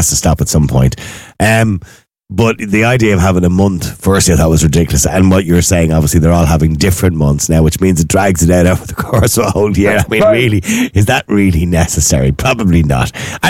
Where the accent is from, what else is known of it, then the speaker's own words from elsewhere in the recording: Ireland; So we're Irish.